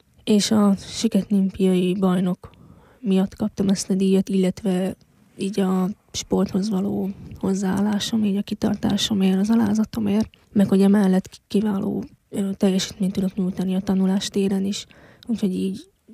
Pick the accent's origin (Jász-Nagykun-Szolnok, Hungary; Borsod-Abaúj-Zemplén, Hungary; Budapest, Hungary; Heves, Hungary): Borsod-Abaúj-Zemplén, Hungary; Miskolc; hiszen Miskolc születésű vagyok, itt élek 22 éve